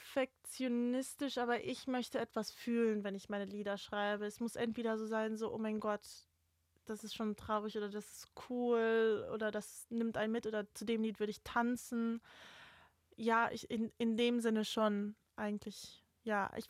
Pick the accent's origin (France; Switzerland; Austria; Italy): Switzerland; now in United Kingdom; ich bin ja deutsche Griechin, aufgewachsen in der Schweiz, lebt jetzt in England.